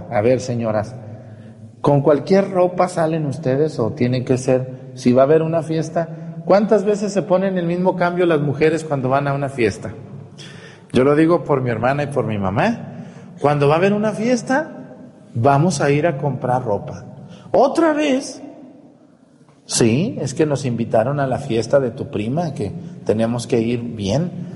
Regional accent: Mexticacán, Jalisco, Mexico; moved away; mi pueblo, allá de donde yo soy, de mi pueblo, Mesticacán.

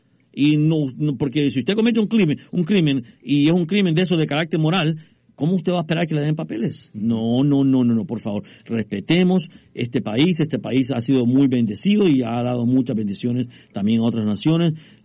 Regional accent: El Salvador; now in United States; puedo hablar por los salvadoreños porque soy salvadoreño

